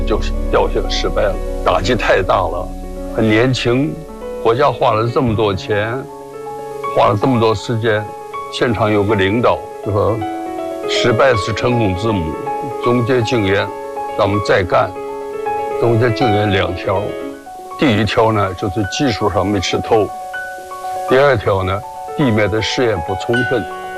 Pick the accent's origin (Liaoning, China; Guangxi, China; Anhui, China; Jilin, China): Liaoning, China; Dalian; moved away; 我就说到我的家乡呢，我在高中时期啊，遇到什么抗美援朝，抗美援朝的志愿军的上员呢，都是从前线坐船到了大连。